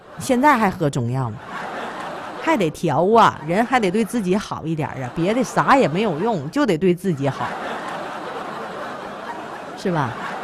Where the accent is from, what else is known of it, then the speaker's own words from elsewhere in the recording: Liaoning, China; 我作为一个土生土长的西方人